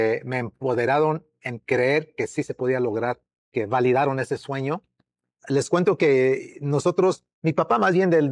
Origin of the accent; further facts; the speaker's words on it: Mexico; now in United States; Pero más mexicano no puedo ser. Yo siempre les digo a la gente, si no creen que soy mexicano, miren el bigote y el nopal que tengo en la frente. Más, por favor, más mexicano no puedo ser. Puro purépeche es lo que somos nosotros.